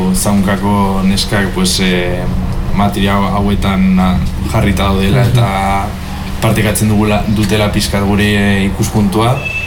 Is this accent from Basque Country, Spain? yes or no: no; Pamplona, Navarre, Spain; Ba, bueno, pues, Mendillorrikoak gara, Mendillorriozokoak